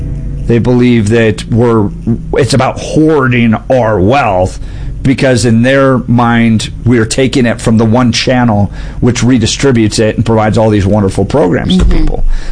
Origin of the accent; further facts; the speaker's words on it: Colorado, United States; I grew up in Colorado.